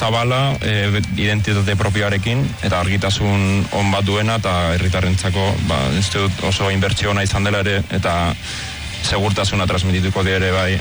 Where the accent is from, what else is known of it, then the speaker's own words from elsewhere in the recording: San Sebastián, Basque Country, Spain; now in Barcelona, Spain; ni Donostiarra naiz, orain Bartzelonan bizi naiz, eta, bueno, ba, Donostian familia eta lagunak ditut